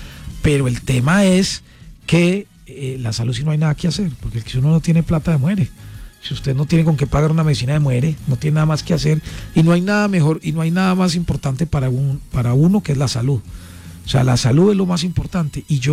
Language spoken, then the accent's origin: Spanish; Riosucio, Caldas, Colombia; el único candidato a la presidencia que tiene esta tierra … riosuseño, caldense